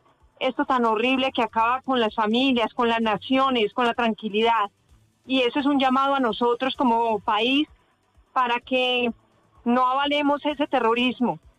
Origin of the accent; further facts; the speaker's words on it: Medellín, Antioquia, Colombia; me llamaron de Medellín. Yo soy de Medellín.